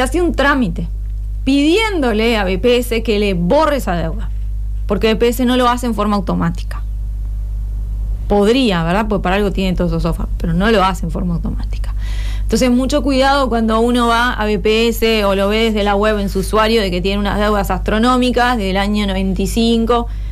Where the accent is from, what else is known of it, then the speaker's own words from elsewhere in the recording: Rivera, Uruguay; Por ejemplo, vengo de Rivera, donde la frontera es diferente de lo que puede pasar aquí en Tacuarembó.